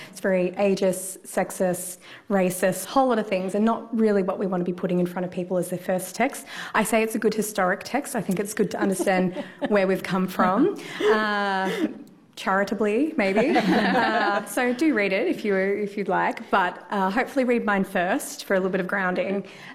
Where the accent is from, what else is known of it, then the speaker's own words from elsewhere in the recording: Albury Wodonga, Australia; when I'm from Albury Wodonga, that, there is part of me in there.